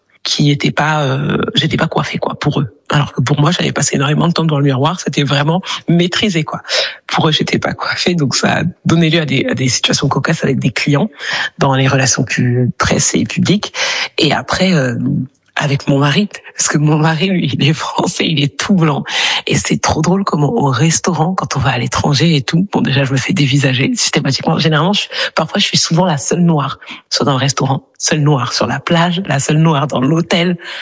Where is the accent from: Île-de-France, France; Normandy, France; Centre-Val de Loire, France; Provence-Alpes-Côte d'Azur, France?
Île-de-France, France; Paris; Alors, moi je suis originaire du Congo. J'ai vécu toute ma vie à Paris.